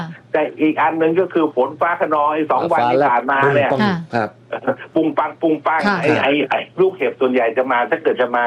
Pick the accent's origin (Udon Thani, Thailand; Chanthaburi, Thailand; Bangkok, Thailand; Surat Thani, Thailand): Bangkok, Thailand; born there; ผมเป็นคนกรุงเทพแต่กำเนิด